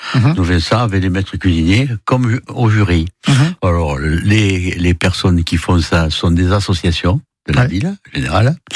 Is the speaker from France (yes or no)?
yes; Provence-Alpes-Côte d'Azur, France